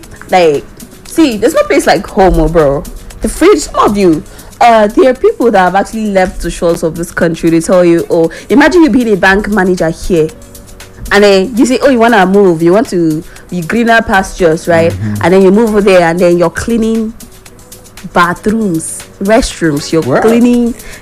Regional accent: Nigeria; And Nigeria is my home.

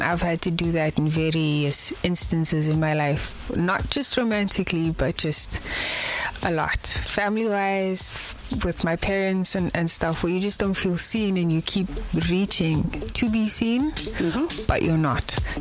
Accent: South Africa; as a woman of color, as a South African woman

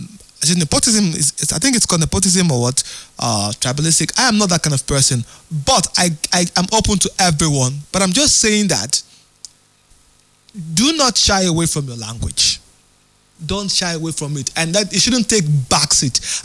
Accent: Rivers, Nigeria; English is a second language; I'm from Ikwerre actually

